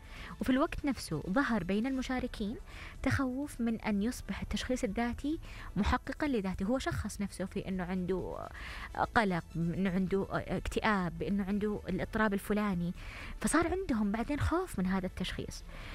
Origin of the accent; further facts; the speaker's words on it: Saudi Arabia; عندنا في السعودية